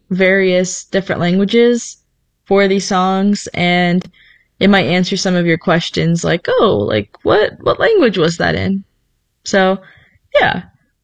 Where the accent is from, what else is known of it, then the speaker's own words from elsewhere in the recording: Ohio, United States; born there; I am Romanian. I was born here in Ohio, but my parents were born in Romania and they immigrated to the United States.